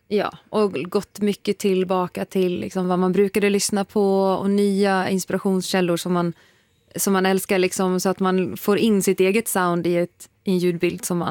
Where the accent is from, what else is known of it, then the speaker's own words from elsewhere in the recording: Dalarna County, Sweden; Det är skönt att vara hemma, hemma i Dalarna.